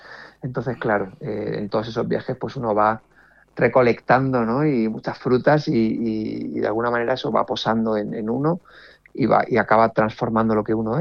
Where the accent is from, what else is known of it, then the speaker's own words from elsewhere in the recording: Community of Madrid, Spain; para mí que nazco en las afueras de la periferia de Madrid, que con 20 años abandono por primera vez mi hogar y me vengo meses aquí con la mochila y con la guitarra